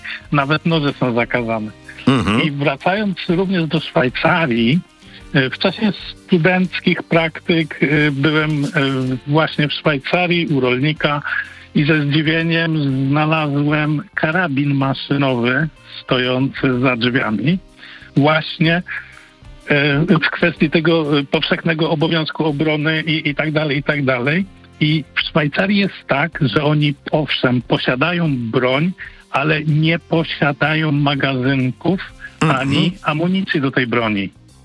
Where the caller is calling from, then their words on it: United Kingdom; Ja mieszkam w Wielkiej Brytanii.